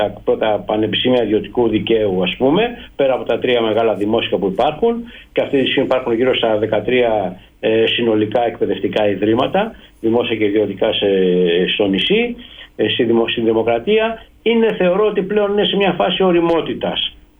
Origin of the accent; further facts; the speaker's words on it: Paphos District, Cyprus; και στη Δυτική, στην Πάφο, στα μέρη μας